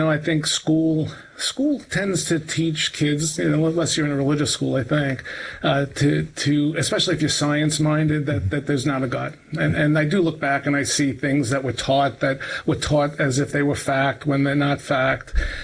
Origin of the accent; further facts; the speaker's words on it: Brooklyn, New York, United States; My neighborhood, by the way, where I grew up in Brooklyn, I grew up in a neighborhood that was 99% Jewish, right?